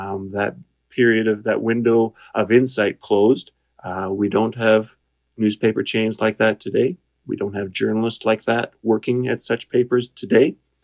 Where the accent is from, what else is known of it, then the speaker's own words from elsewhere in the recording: Alberta, Canada; I was born and raised in Alberta.